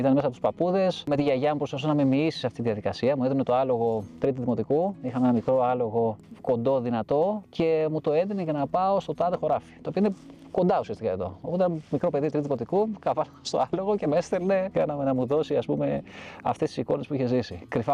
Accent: Central Greece, Greece; born there; Εμένα το χωριό μου είναι. Είμαστε απέναντι, είναι ο Κούτρουλας.

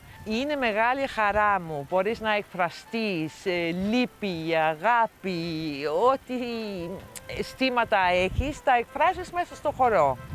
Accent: Denmark; Greek is a second language; moved away as an adult; now in Leros, Greece; Είμαι από την Δανία, αλλά μένω 30 χρόνια και εδώ στη Λέρο. Είναι το σπίτι μου πια η Λέρος

